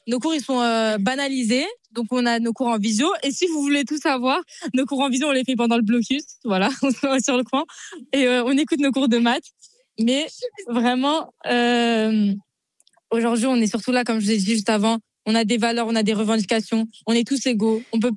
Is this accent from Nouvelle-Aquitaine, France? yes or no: no; Île-de-France, France; Je viens du 94.